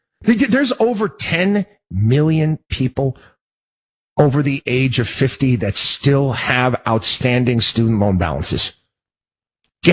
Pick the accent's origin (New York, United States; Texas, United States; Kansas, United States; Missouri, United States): New York, United States; Albany; born or raised there